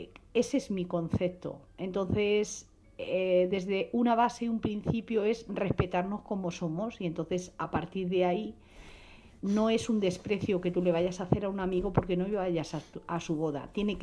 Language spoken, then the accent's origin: Spanish; Sicily, Italy